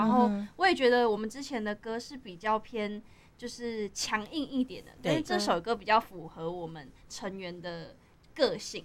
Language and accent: Chinese; South Korea; now in Taiwan; 那我是韩国人嘛？